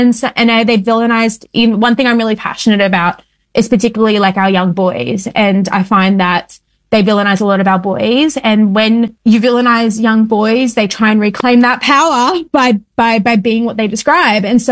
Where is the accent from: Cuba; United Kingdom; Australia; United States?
Australia; Sydney, New South Wales